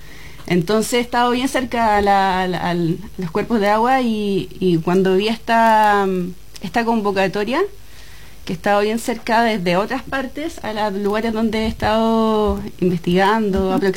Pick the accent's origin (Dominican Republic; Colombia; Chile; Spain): Chile; Santiago, Santiago Metropolitan Region; moved away as an adult; also born or lived in Concepción / Panguipulli; now in Valdivia, Chile; Pero me crié más bien en Santiago. Y hace ya 6 años que estoy aquí habitando en la región. Estuve viviendo un tiempo en Panguipulli, y hace unos años me estoy viviendo en la comuna de Valdivia